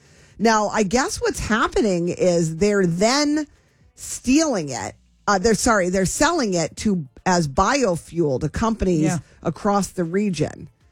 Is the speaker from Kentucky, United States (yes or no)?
no; Fairport, New York, United States; I am from Fairport, New York.